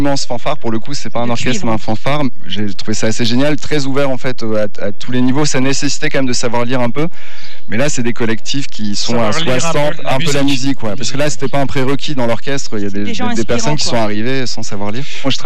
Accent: Lille, Hauts-de-France, France; Alors, je suis originaire de Lille.

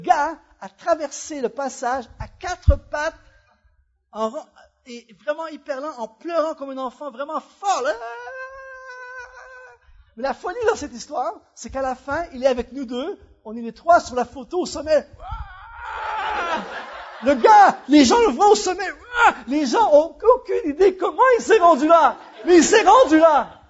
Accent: Canada; now in France; je ne sais pas comment ça se passe ici en France, mais souvent, chez nous au Canada, quand les gens disent « Ah, dans mon temps »

